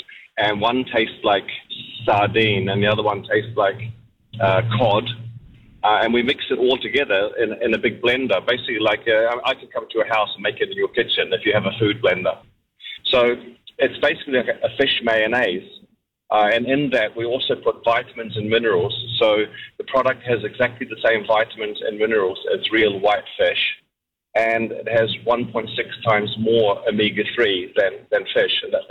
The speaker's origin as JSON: {"language": "English", "country": "New Zealand", "moved": "yes", "lives_now": "Sweden", "said": "So I'm a Kiwi living here in Sweden"}